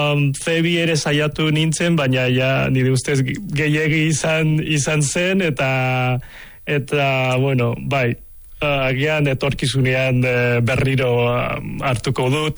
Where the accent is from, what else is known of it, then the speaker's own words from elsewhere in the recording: San Sebastián, Basque Country, Spain; born there; Basque is a second language; moved away as an adult; also born or lived in Hong Kong / Amorebieta; now in Tolosa, Spain; Hongkongen jaio nintzen, eta txikitan bai, agian duela 15 urte iritsi nintzen Donostian, baina euskeraz ikasi nuen duela bi urte.